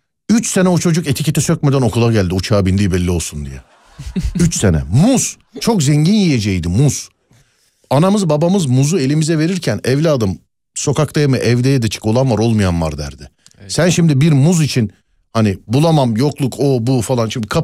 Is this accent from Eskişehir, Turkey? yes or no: no; Istanbul, Turkey; Selam, 82 doğumluyum. İstanbul Bakırköy'de doğuma büyüme çocukluğum geçti.